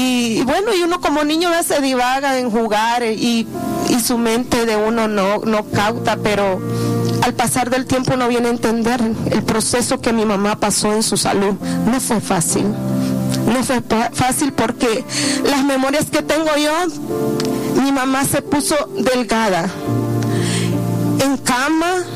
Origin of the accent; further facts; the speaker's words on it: El Salvador; Soy originaria de El Salvador. Gloria a Dios. Tengo el privilegio de tener doble nacionalidad.